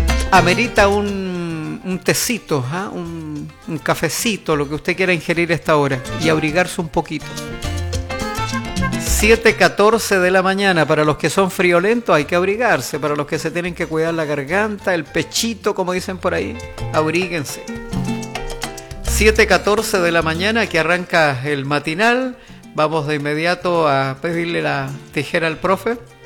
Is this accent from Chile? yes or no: yes; Chile; somos chilenos todo el año.